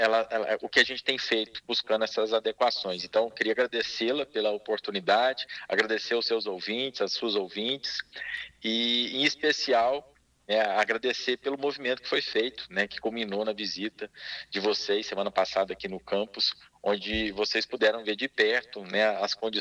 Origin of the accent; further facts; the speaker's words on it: Lavras, Minas Gerais, Brazil; moved away as an adult; now in Barbacena, Brazil; Eu sou lavrense, né? Eu sou oriundo da Universidade Federal de Lavras, engenheiro agrônomo, mestre doutor por lá